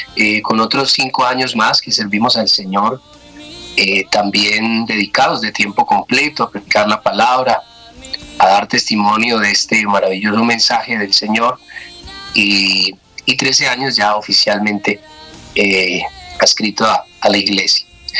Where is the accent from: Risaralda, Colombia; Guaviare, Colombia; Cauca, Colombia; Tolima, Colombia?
Tolima, Colombia; Ibagué; born there; now in Doima, Colombia; Soy tolimense por la gracia del Señor. Nací en la ciudad de Ibagué. Estamos por aquí sirviéndole al Señor en la ciudad de, aquí muy cerca de la ciudad de Ibagué, en un corregimiento que se llama Doima.